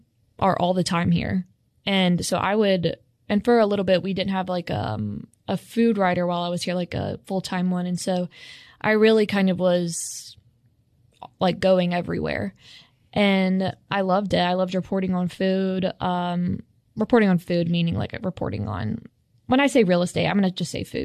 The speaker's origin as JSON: {"language": "English", "town": "Trussville", "region": "Alabama", "country": "United States", "tie": "born or raised there", "also_born_or_lived": "Hendersonville", "said": "Hendersonville, for 2 years. And then I ended up back in my hometown of Trussville for my last 3 of high school."}